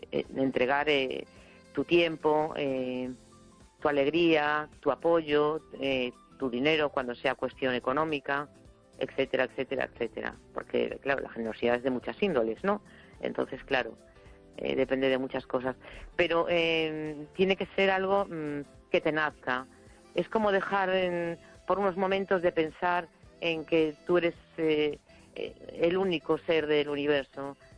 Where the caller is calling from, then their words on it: A Coruña, Galicia, Spain; de La Coruña.